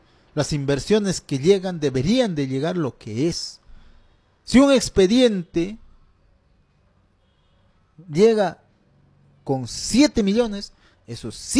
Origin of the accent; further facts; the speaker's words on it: Peruvian Amazon, Peru; yo desde 1978 yo he llegado aquí a la selva y aquí me he criado desde la edad de 4 años.